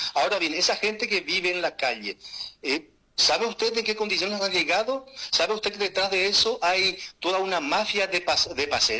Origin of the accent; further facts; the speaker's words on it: Paraguay; now in France; Yo soy francés y también soy paraguayo.